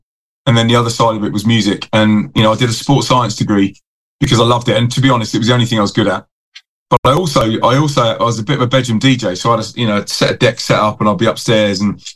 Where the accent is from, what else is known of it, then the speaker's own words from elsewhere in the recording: Windsor and Maidenhead, South East England, United Kingdom; moved away as an adult; also born or lived in London; now in Manchester, United Kingdom; 5 days later moved to Manchester and I moved into Withenshaw. So I moved, you know, I grew up in Windsor and Maidenhead. So I moved from the poshest to the poorest